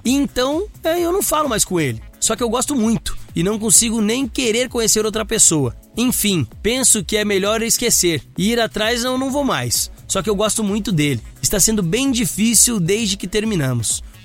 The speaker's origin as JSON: {"language": "Portuguese", "town": "Taubaté", "region": "São Paulo", "country": "Brazil", "said": "Eu sou de Taubaté."}